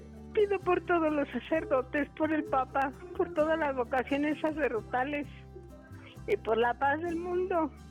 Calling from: Ciudad Hidalgo, Michoacán, Mexico; Hablo de Ciudad Hidalgo, Michoacán.

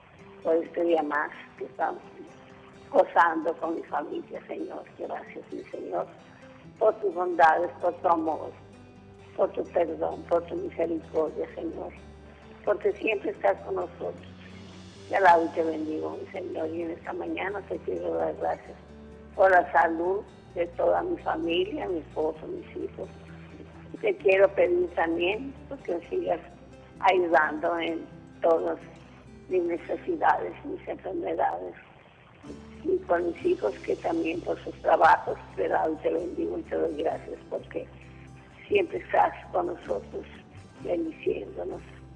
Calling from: Sinaloa, Mexico; De aquí de Sinaloa.

